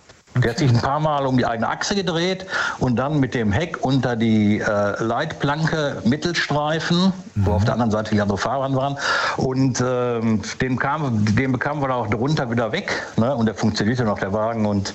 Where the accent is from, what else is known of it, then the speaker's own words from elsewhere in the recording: Gelsenkirchen, North Rhine-Westphalia, Germany; Buhr, Gelsenkirchen.